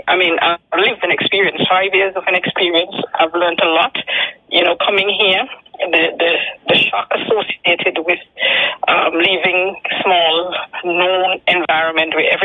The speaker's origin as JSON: {"language": "English", "country": "Montserrat", "moved": "as an adult", "lives_now": "United Kingdom", "said": "my fellow Montserratians"}